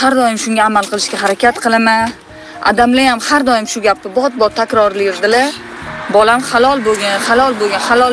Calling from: Tashkent, Uzbekistan; Sergelidan

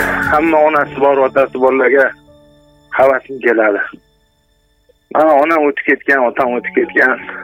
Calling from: Tashkent Region, Uzbekistan; Kashmoriyadanman, Kashmoriyadan.

